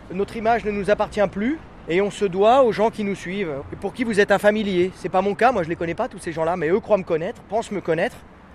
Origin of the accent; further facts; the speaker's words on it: western France, France; moved away; Moi j'ai grandi dans l'Ouest, donc j'étais un peu plus loin que les Messins.